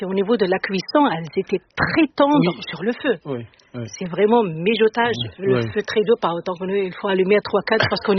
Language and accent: French; Tunisia; born there; Mais je suis née en Tunisie.